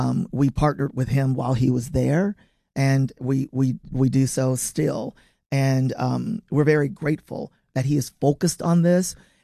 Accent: Somerville, Tennessee, United States; You know, I grew up out in Somerville in the neighboring county, Fayette County, in an old dilapidated house with no central air and heat.

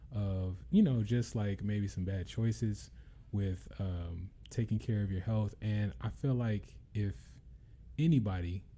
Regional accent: Memphis, Tennessee, United States; yeah, I'm from Memphis.

